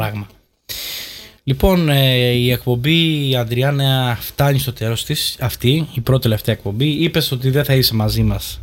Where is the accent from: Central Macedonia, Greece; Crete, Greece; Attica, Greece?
Crete, Greece; Mochos; now in Heraklion, Greece; στηρίζομαι στο χωριό μου το Μοχό ότι τουλάχιστον εκεί θα βρίσκω πάρκινγκ.